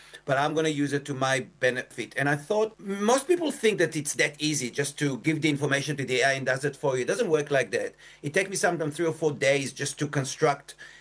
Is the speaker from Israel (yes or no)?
yes; Yad Mordechai, Southern District, Israel; moved away as an adult; now in Australia; Well, I was born in Israel in 1964. I grew up in Kibbutz Yad Mordechai, the 1982 Lebanon War, which really affected me and made me think differently about who I am and what I am as a Jewish Israeli. I migrated to Australia in 1987